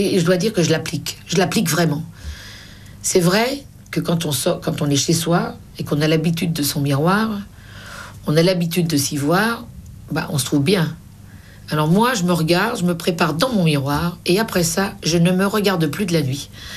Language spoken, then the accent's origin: French; Paris, Île-de-France, France; Je venais de Belleville, du café de mon père.